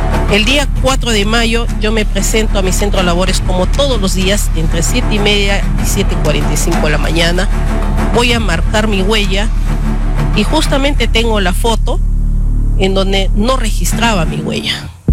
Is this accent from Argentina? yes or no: no; Iquitos, Loreto, Peru; now in Huaral, Peru; mi madre de 82 años lo ha enviado desde la ciudad de mi ciudad natal, que es Iquitos.